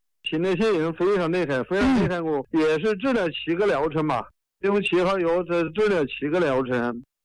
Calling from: Yunmeng, Hubei, China; 我是云梦嘛，云梦

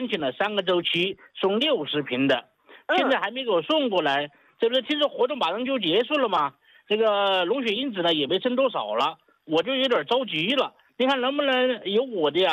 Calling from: Chongqing, China; 我是重庆的新患者，张老师。

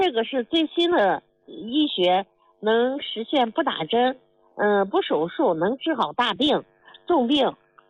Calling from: Xi'an, Shaanxi, China; 我是西安的。

